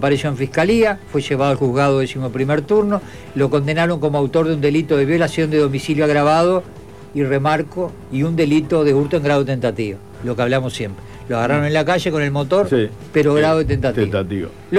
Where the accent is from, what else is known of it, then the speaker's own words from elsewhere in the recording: Gregorio Aznárez, Maldonado, Uruguay; allá en mi pueblo, en Gregorio Aznárez.